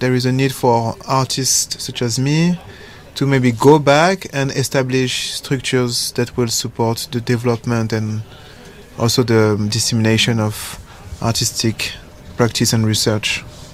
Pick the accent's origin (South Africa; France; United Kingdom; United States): France; But initially, I am a dancer from the Conservatoire of Lyon. So it's like a so I'm like a French bred, yeah.